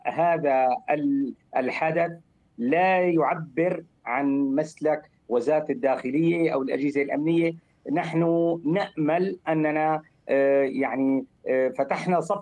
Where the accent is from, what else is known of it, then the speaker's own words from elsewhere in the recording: Syria; عندنا في سوريا الجديدة